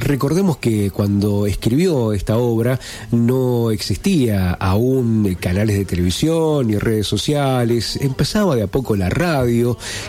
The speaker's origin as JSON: {"language": "Spanish", "country": "Argentina"}